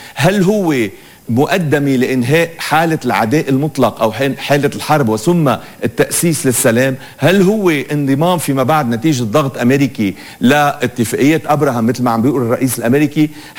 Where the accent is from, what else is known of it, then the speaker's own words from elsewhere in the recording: Lebanon; نحن كلبنانيين